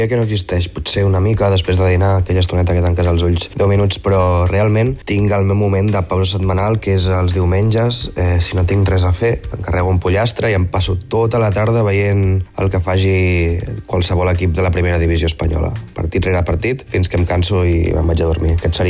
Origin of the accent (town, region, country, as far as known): Ginestar, Catalonia, Spain